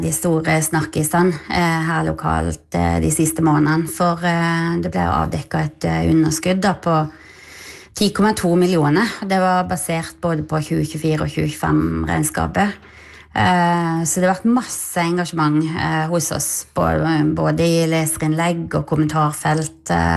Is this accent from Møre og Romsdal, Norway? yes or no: no; Vennesla, Agder, Norway; now in Notodden, Norway; Jeg fra Vennesla i Agder, så ja, men, jeg er fra et lidested da, som ligner ganske mye.